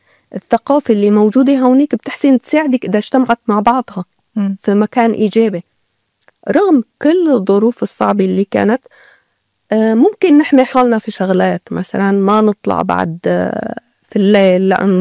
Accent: Syria; نحن عاداتنا وتقاليدنا ما هي هيك كسوريين

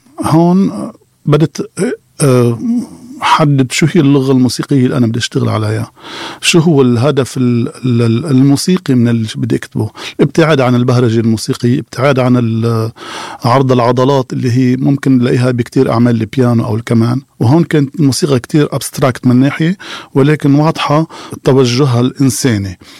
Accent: Lebanon; accent: Lebanese; رح بحكي باللهجة اللبنانية.

